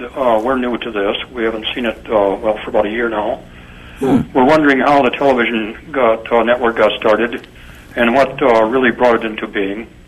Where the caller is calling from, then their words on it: Kalamazoo, Michigan, United States; I'm calling from Kalamazoo, Michigan